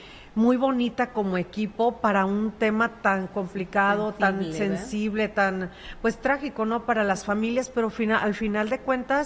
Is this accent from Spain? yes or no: no; Mexico; de nosotros como mexicanos, como sociedad